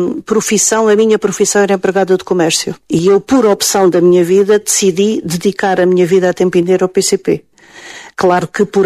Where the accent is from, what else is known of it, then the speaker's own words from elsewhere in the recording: Alentejo, Portugal; somos alentejanos.